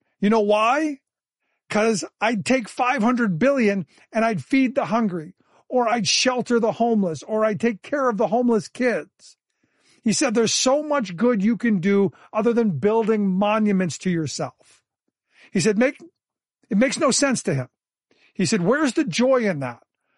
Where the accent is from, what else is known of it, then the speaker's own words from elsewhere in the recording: Cleveland, Ohio, United States; I grew up in Cleveland.